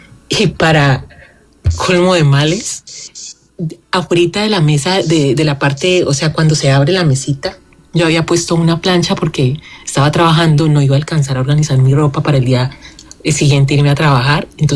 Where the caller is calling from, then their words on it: Cali, Valle del Cauca, Colombia; Te hablo desde Cali